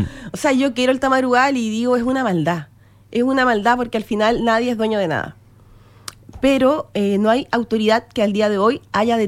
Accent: Pica, Tarapacá, Chile; Y yo que soy de Pica

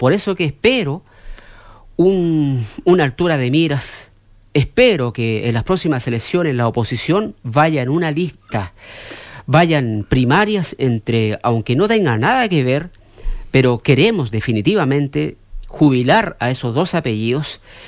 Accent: Chile; para nosotros los chilenos

